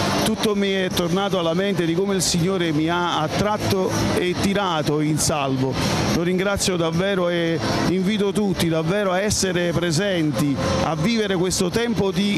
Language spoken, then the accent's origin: Italian; San Giuseppe Vesuviano, Campania, Italy; 42 anni, vengo dalla provincia di Napoli, San Giuseppe Vesuviano.